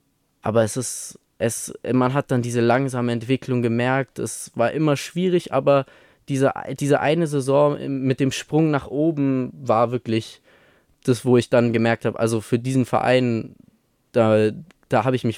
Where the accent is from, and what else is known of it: Stuttgart, Baden-Württemberg, Germany; born there